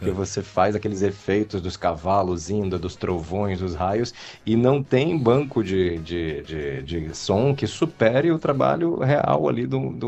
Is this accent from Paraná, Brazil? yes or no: no; Bahia, Brazil; Eu sou baiano com muito orgulho.